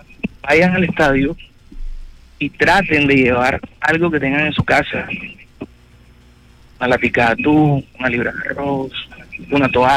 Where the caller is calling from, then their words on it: Colombia; Nosotros, como colombianos, creo que somos más o menos 50 millones de colombianos.